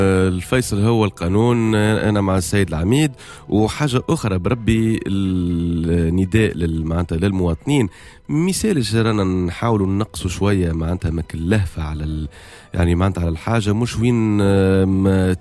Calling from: Tunisia

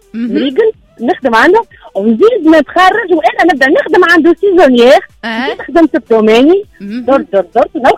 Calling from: Ben Arous, Tunisia

